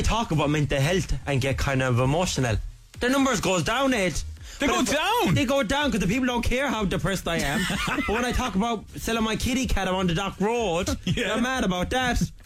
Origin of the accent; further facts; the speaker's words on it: North West England, United Kingdom; I'm from the Halton side